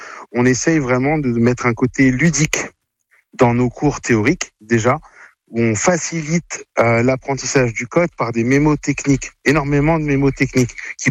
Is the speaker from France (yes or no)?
yes; Corsica, France; also born or lived in Île-de-France; now in La Rochelle, France; moi je viens de Corse et je me suis installé sur l'île de France il n'y a pas très très longtemps.